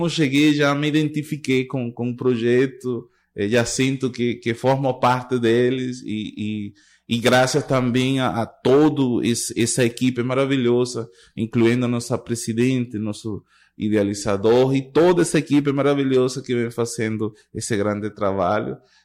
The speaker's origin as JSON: {"language": "Portuguese", "country": "Venezuela", "tie": "born or raised there", "second_language": "Portuguese", "moved": "as an adult", "lives_now": "Brazil", "said": "Eu sou natural da Venezuela, formado no sistema de orquestra da Venezuela, e estou aqui apenas há 2 meses"}